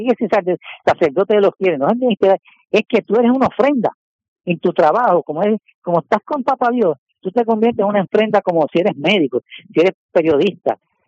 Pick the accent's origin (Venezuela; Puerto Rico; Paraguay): Puerto Rico; San Juan; Yo soy de San Juan y venía de un hermano mío, diácono, al lado mío era de uno de Humacao y había otro diácono que era de Arecibo.